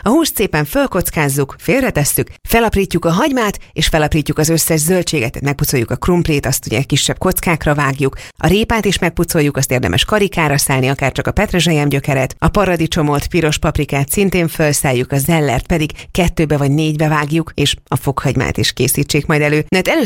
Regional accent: Hungary

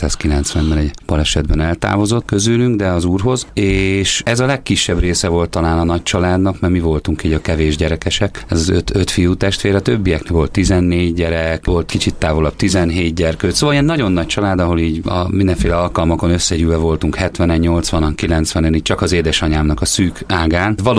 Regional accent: Biatorbágy, Pest, Hungary; born or raised there

